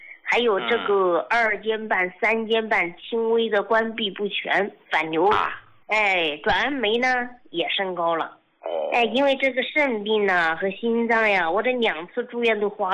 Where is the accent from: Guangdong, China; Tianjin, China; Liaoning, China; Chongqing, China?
Liaoning, China; Shenyang; 我是来自这个沈阳天溪区的啊，这是四方台镇的一个农民。